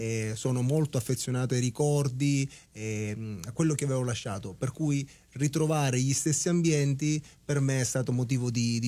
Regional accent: Agira, Sicily, Italy; moved away; nel mio paese non c'era poi caldissimo, perché comunque a Gira si trova a 700 metri, la parte più alta, per cui è sempre un po' più ventilato, c'è fresco.

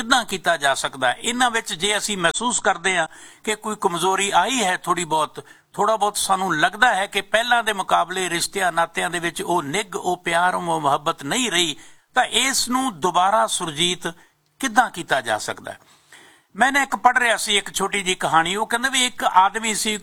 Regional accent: Punjab, India; moved away as an adult; now in Canada; ਪੰਜਾਬ ਦੇ ਵਿੱਚ ਸਾਡਾ ਬਚਪਨ ਬੀਤਿਆ ਹੈ, ਪੰਜਾਬ ਦੇ ਵਿੱਚ ਸਾਡੀ ਜਵਾਨੀ ਬੀਤੀ ਹੈ, ਪੰਜਾਬ ਸਾਡਾ ਕਰਮ ਭੂਮੀ ਰਹੀ ਹੈ, ਅਸੀਂ ਆਪਣੀ ਕਰਮ ਭੂਮੀ ਦੇ ਵਿੱਚ ਆਪਣੇ ਆਪਣੇ ਕਰਮ ਤੋਂ ਫ੍ਰੀ ਹੋ ਕੇ ਕੈਨੇਡਾ ਦੇ ਵਿੱਚ ਆ ਕੇ ਵਸੇ ਹਾਂ

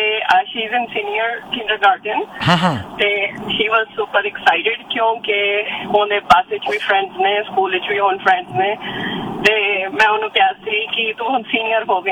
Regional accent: Delhi, India; ਮੈਂ ਦਿੱਲੀ ਤੋਂ ਬਿਲੋਂਗ ਕਰਨੀ ਆ ਮੈਂ, ਬੜੀ ਜੰਪਲ ਮੇਰੀ ਉੱਥੇ ਦੀ ਹੈ ਤੇ ਮੈਂ ਇੱਥੇ ਪੜ੍ਹੀ ਆ।

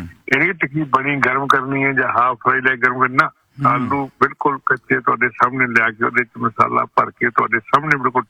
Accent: Amritsar, Punjab, India; ਪਰ ਅਸੀਂ ਅੰਮ੍ਰਿਤਸਰ ਦੇ ਰਹਿਣ ਵਾਲੇ ਸਾਨੂੰ ਪਤਾ ਅੰਮ੍ਰਿਤਸਰ ਕੁਲਚੇ ਦਾ ਸਵਾਦ ਕੀ ਹੁੰਦਾ

